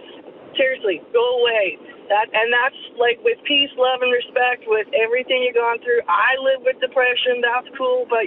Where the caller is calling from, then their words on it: Winnipeg, Manitoba, Canada; I'm from Transcona, a longtime resident.